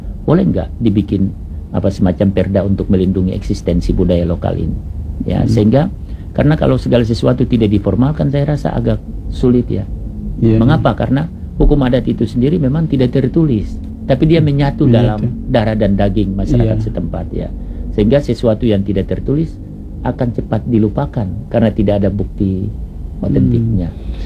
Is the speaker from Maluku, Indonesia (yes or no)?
yes; Maluku, Indonesia; Mari ya, sebagai orang Tanimbar, sebagai orang Maluku Barat Daya, dan sebagai orang Maluku, ya, bahkan orang Indonesia, kita tetap harus optimis ya